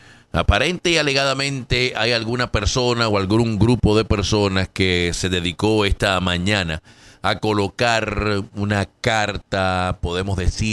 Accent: Puerto Rico; now in Allentown, United States; mencionar a los puertorriqueños, ajá, pues me imagino que desconoce que nosotros no somos extranjeros. Nosotros somos norteamericanos.

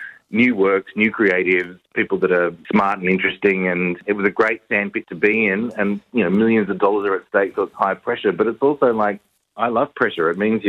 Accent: Australia; I'm an Australian, and we don't actually have a culture of making our own musicals.

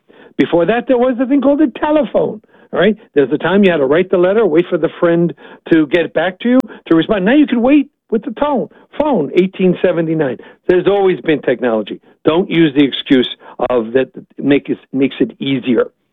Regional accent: New York, United States; Okay, I talk fast. I'm from New York, so I can do this.

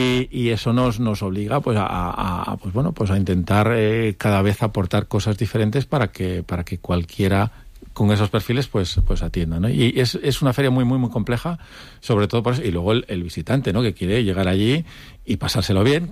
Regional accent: Cantabria, Spain; de mi tierra, los sobaos y las anchoas de Cantabria

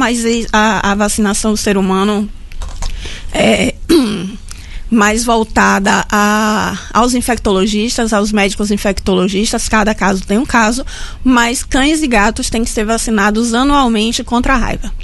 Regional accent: Feira de Santana, Bahia, Brazil; eu sou de Feira de Santana também, então adoro.

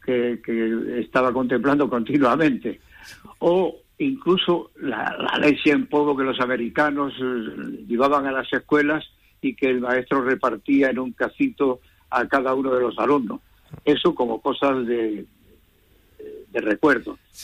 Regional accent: Conquista, Andalusia, Spain; moved away as an adult; now in Madrid, Spain; yo nací en Conquista, pero a los 20 años salí. Como la gran mayoría de los conquisteños, lamentablemente hemos tenido que salir, y llevo 60 años fuera, en Madrid concretamente

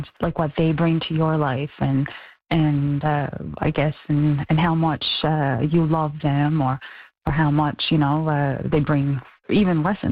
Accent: Port Hope Simpson, Newfoundland and Labrador, Canada; my hometown, Port Hope Simpson, that's on the South Coast.

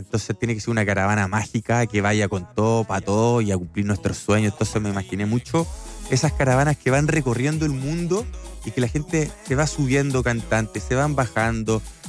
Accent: Santiago, Santiago Metropolitan Region, Chile; moved away as an adult; now in Pichilemu, Chile; nosotros somos de Santiago, pero nos fuimos a vivir a Pichilemu hace 7 años.

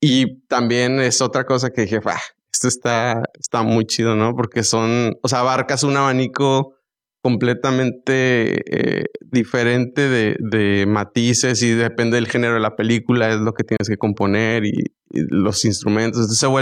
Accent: Monterrey, Nuevo León, Mexico; todos éramos regios

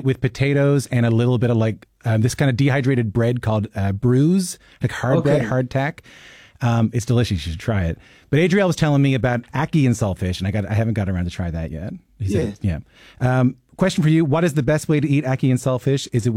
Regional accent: Newfoundland and Labrador, Canada

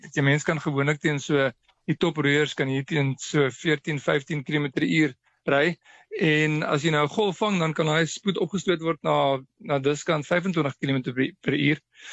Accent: Fish Hoek, Western Cape, South Africa; ons is van Visoek af, ons sê altyd die wind is gebode in Visoek.

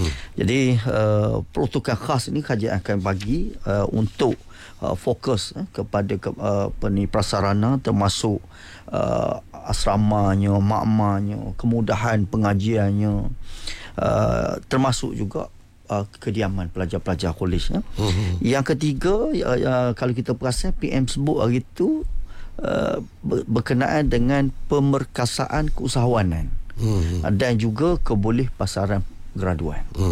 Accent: Pasir Puteh, Kelantan, Malaysia; Jadi saya sebagai anak Kelantan lahir di Pasir Putih

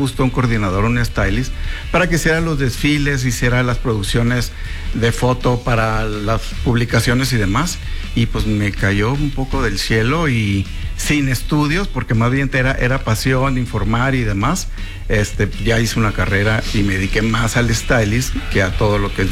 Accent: Hermosillo, Sonora, Mexico; born or raised there

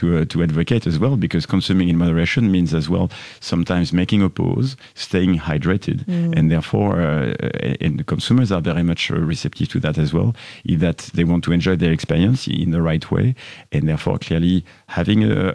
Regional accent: France; accent: French; English is a second language; as you gathered from my accent already, I'm French

